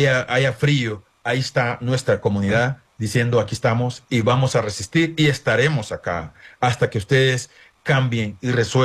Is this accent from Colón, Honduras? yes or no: yes; Iriona, Colón, Honduras; que yo nací allá en Iriona, desde ahí donde mi mamá me enseñó a sembrar yuca, a sembrar coco.